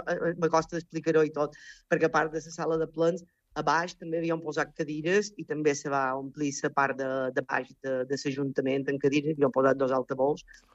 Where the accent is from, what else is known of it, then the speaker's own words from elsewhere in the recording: Sa Pobla, Balearic Islands, Spain; moved away as an adult; now in Sant Joan, Spain; som d'origen poble, ¿vale? Som de la poble, i venir, quan vaig venir a viure a Sant Joan me va fer recordar el meu poble quan jo era petita